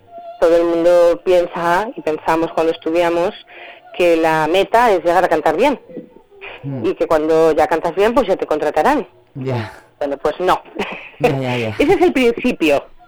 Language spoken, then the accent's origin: Spanish; Zamora, Castile and León, Spain; Por un lado, como zamorana, tener la posibilidad de tener un festival en mi casa, en mi tierra, en mi ciudad, como Little Opera